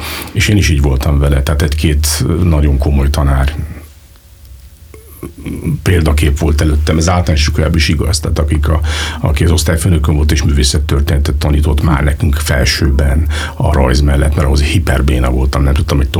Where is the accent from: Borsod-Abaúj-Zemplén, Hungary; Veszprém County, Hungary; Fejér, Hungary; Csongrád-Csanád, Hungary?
Veszprém County, Hungary; Veszprém; moved away as an adult; also born or lived in Pécs; ott felnőttem, és ugye a legfogékonyabb éveimet töltöttem, ez a felső tagozat, gimnázium vége, ameddig aztán elmentem Pécsre